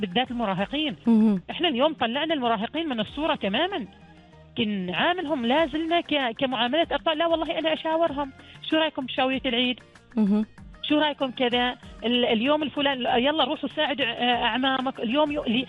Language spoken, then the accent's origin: Arabic; Oman; ولكن على الأغلب إحنا كمجتمع عماني العائلة، القبيلة، المجتمع حولنا، الحارة، المنطقة